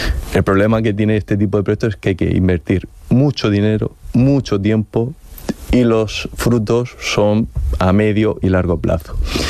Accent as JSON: {"language": "Spanish", "town": "Monteagudo", "region": "Region of Murcia", "country": "Spain", "said": "y yo soy de allí, de Monteagudo, soy del pueblecito de La Cueva"}